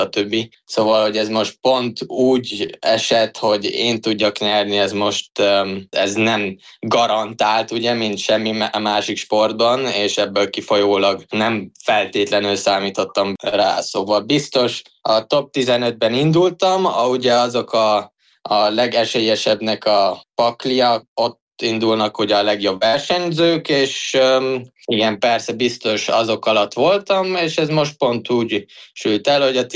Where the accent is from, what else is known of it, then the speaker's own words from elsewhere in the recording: Hungary; also born or lived in Austria; magyarként